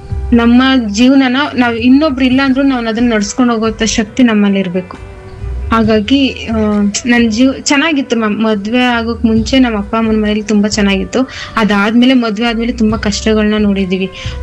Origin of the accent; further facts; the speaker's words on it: Mysuru district, Karnataka, India; ನಮ್ಮೂರು ಸೋಲಿಗರ colony, Mysuru district, Mysuru taluk.